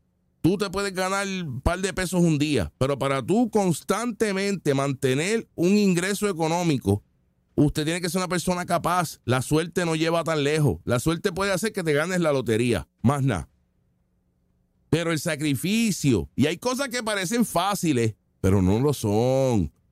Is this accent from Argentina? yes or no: no; Puerto Rico